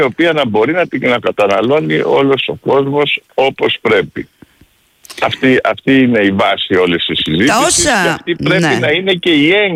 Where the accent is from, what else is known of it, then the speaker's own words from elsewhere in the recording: Rhodes, South Aegean, Greece; Εγώ ως Ροδίτης θέλω καθαρό νερό